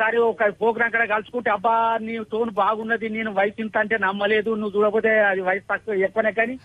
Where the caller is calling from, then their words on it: Warangal district, Telangana, India; మాది వరంగల్ జిల్లా సంగమన్నం మున్రాయ గ్రామం.